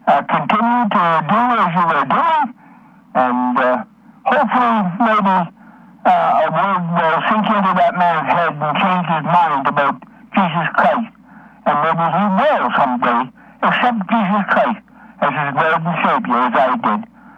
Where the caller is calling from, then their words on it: Cranbrook, British Columbia, Canada; I'm calling from Cranbrook, British Columbia, Canada.